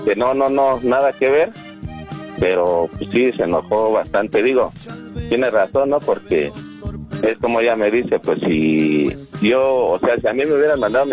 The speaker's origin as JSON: {"language": "Spanish", "town": "Cuautitlán", "region": "State of Mexico", "country": "Mexico", "said": "Soy de Cuautitlán, ahorita ando en Tultitlán trabajando aquí en plataforma."}